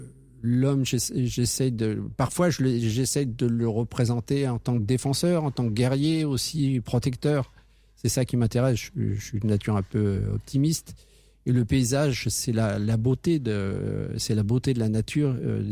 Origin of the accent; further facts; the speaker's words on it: Paris, Île-de-France, France; moved away as an adult; now in Argenton-sur-Creuse, France; Moi, je suis né à Paris... Je suis un parigot.